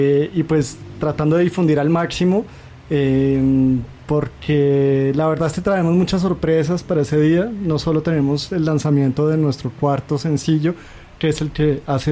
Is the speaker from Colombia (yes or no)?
yes; Colombia; also born or lived in Belgium; now in Mexico; yo crecí en Colombia, después viví en Bélgica muchos años